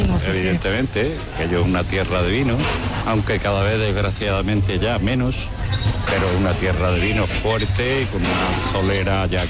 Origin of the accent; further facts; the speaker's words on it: Bollullos Par del Condado, Andalusia, Spain; Yo soy de Bollullo Par del Condado. Tierra de vino.